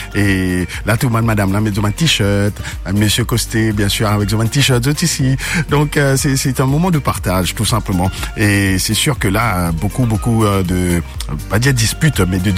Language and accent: French; France; donc moi je suis français comme d'habitude.